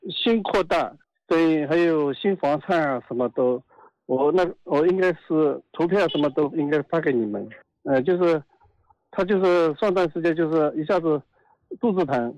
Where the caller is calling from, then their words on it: Fenghua, Zhejiang, China; 我是奉化的。